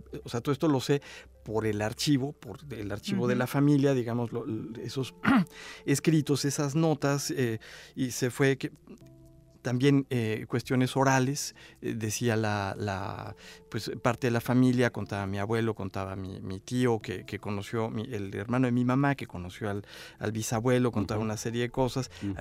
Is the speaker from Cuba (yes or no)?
no; Mexico City, Mexico; moved away as an adult; now in Xalapa, Mexico; yo fui feliz cuando gané mi plaza aquí en Jalapa. Me vine a Jalapa, yo amaba Jalapa, estudié una maestría acá, yo soy de la Ciudad de México